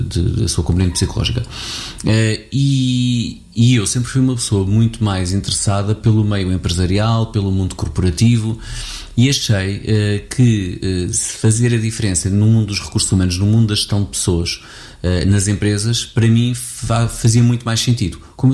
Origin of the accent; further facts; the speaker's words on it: Abrantes, Centro, Portugal; moved away as an adult; also born or lived in Algarve; tenho 50 anos, nasci em 1975, no Rocio ao Sul do Tejo, Abrantes, e portanto é um bocadinho esta a minha história aqui, e vivi a minha vida em Abrantes até aos 18 anos, mas já não vivo cá, mas continuo muito ligado a Abrantes.